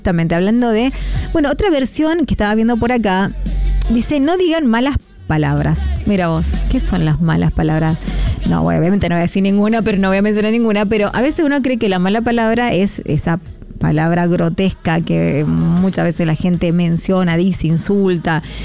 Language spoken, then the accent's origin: Spanish; Argentina; soy argentina